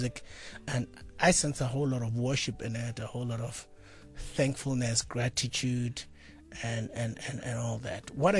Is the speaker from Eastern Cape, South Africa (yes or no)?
no; Seshego, Limpopo, South Africa; shout out to my people in Seshego. That's where I come from.